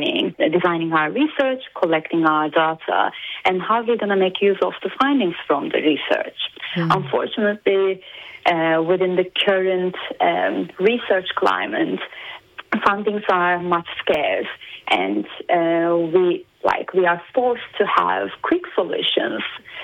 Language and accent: English; Turkey; Turkey, my home country